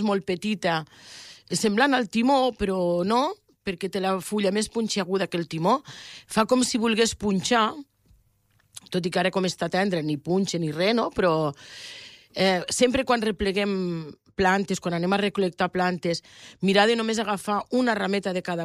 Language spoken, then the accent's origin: Catalan; Algerri, Catalonia, Spain; Jo soc d'Algerri, les tinc allí molt a mà.